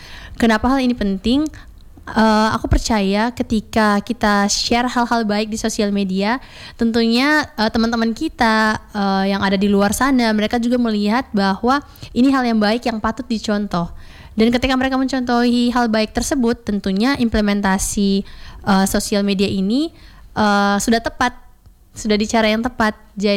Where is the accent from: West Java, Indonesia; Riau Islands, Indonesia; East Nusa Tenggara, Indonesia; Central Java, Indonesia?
East Nusa Tenggara, Indonesia; Karena aku besar di NTT